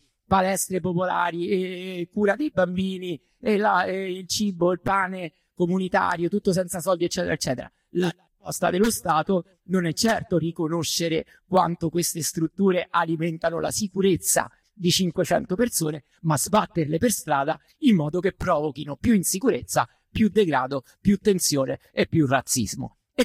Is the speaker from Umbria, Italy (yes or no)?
no; Rome, Lazio, Italy; Scusate, sono da Roma.